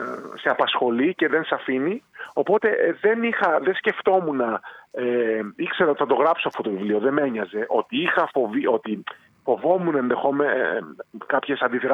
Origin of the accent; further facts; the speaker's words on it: Chalkida, Central Greece, Greece; το χωριό μου, η Χαλκίδα δηλαδή.